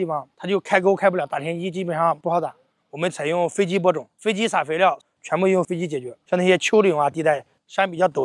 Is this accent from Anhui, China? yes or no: yes; Anhui, China; moved away as an adult; 因为我老家是安徽的